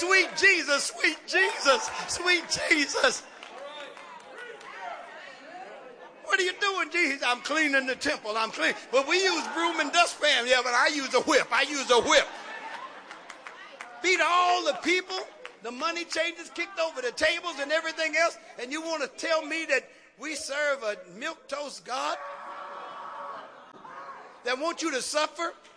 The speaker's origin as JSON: {"language": "English", "town": "Oakland", "region": "California", "country": "United States", "said": "I'm from West Oakland."}